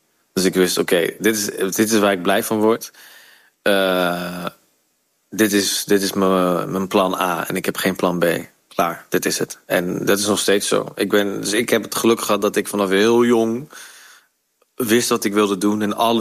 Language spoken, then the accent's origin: Dutch; North Brabant, Netherlands; accent: Brabantse G; hoor ik nog steeds wel de Brabantse G er af en toe tussendoor zo komen. En de 7 zeg ik ook nog steeds.